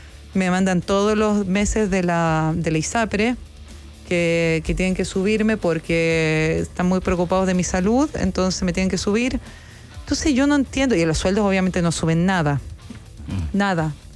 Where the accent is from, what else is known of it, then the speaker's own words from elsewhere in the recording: Chile; moved away as an adult; now in Buenos Aires, Argentina; porque soy chilena